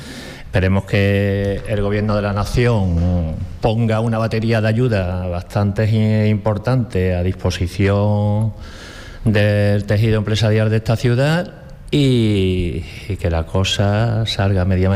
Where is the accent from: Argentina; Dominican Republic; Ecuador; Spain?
Spain; Ceuta; y mi padre es de Baza, Granada. La mayoría de nosotros, ceutíes, tenemos los padres andaluces y nosotros nos sentimos tal cual.